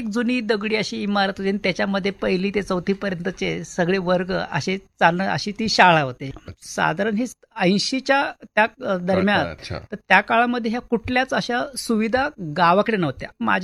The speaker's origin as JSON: {"language": "Marathi", "town": "Rajewadi", "region": "Maharashtra", "country": "India", "tie": "born there", "said": "माझा जन्म हा भीमाशंकर जे एक तीर्थक्षेत्र आहे, 12 ज्योतिर्लिंगापैकी एक असलेलं हिमालयाच्या सह्याद्रीच्या रांगेमध्ये असलेलं भीमाशंकर, त्या भीमाशंकर पासून 20 किलोमीटर अलीकडे असणार एक राजेवाडी असं छोटस गाव आहे."}